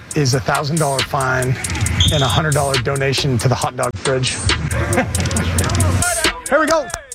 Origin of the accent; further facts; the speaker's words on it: United States; No, no mayonnaise for me. I'm from America.